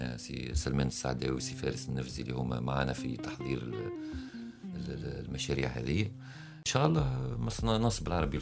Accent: Tunisia; رواحنا غدو احنا كتونسي شنو كيفاش نتصور رواحنا

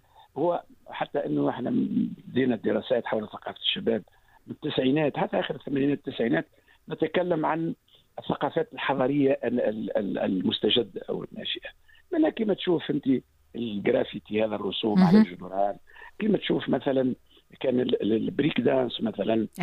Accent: Tunisia; موجودة عندنا في تونس

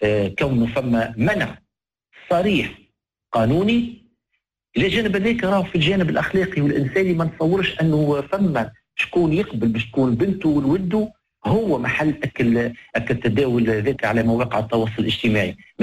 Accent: Tunisia; احنا كعائلة تونسية

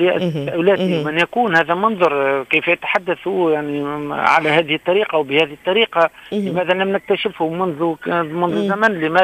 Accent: Tunisia

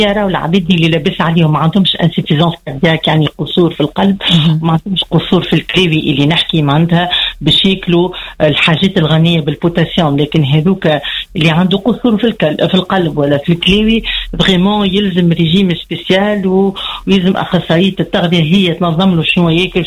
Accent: Tunisia; راهو في تونس ناكلوا اكثر برشا.

